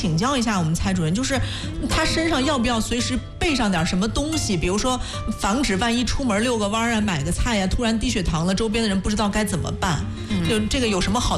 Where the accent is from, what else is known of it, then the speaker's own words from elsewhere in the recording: northern China, China; 作为北方人哈，尤其是河北人山西人周围这一带的山河四省的，他比较喜欢吃面食。